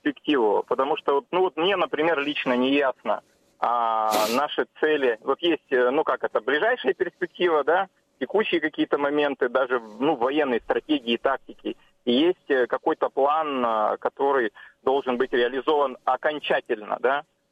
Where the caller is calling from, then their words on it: Krasnodar, Krasnodar Krai, Russia; Здравствуйте … из Краснодара, вас беспокою.